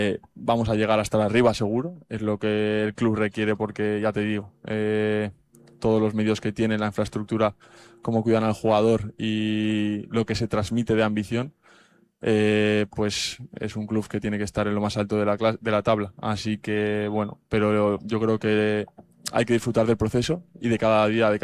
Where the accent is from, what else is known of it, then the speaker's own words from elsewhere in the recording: Navarre, Spain; now in Mérida, Spain; estoy lejos de mi casa, como has dicho, soy navarro